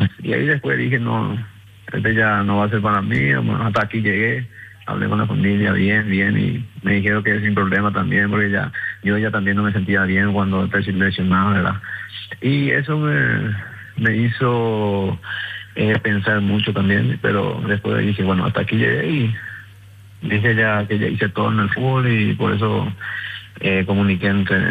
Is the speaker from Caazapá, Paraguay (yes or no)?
yes; Caazapá, Paraguay; Yo vine de Casapá y empecé en General Díaz en la sub-20.